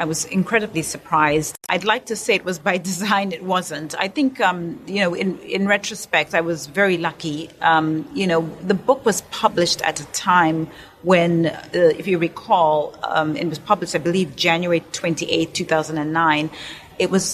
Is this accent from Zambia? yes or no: yes; Zambia; moved away as an adult; I was born in Zambia at a time when blacks were not issued birth certificates